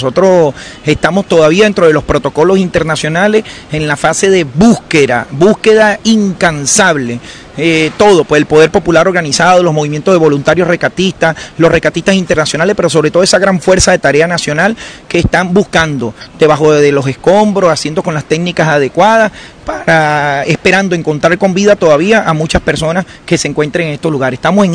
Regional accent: La Guaira, Venezuela; born there; se lo agradezco como guaireño, nacido en esta tierra que vivió la tragedia

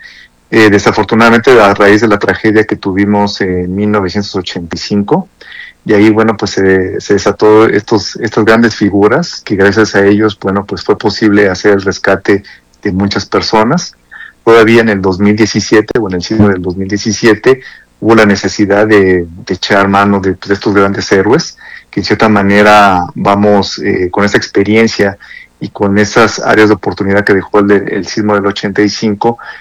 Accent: Mexico; en mi país, en México

